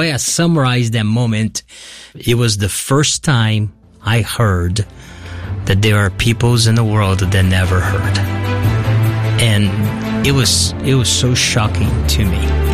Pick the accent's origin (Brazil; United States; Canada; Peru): Brazil; English is a second language; Well, I grew up in Brazil, as a Brazilian, you hear about Christ, you have the big Christ in Rio